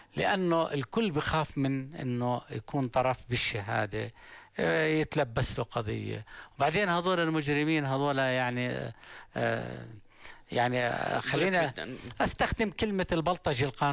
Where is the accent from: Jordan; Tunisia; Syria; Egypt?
Jordan; مثل يعني منتشر عندنا بالاردن،